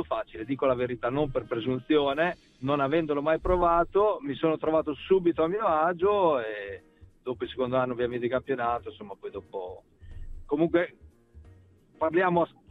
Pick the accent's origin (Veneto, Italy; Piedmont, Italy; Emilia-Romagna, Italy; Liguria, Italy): Emilia-Romagna, Italy; Crespellano; del mio paese, di Crespellano, che era appunto la società, il paese dove cui vivevo